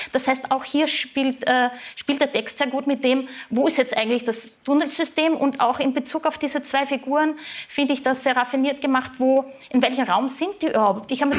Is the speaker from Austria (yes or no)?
yes; Austria; als Österreicherin